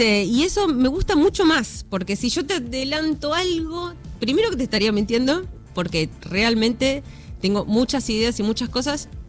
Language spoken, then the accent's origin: Spanish; Argentina; el momento que estemos atravesando nosotros como argentinos